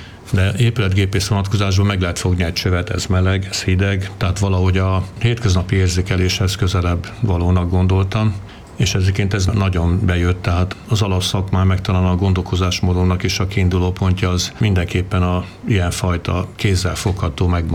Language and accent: Hungarian; Veszprém, Veszprém County, Hungary; tehát nagyjából így nőttem föl, aztán innen jártam Almádiba vitorlázni, az is meghatározó élmény volt, és egyébként pedig ugye a szüleimmel mi Veszprémben laktunk.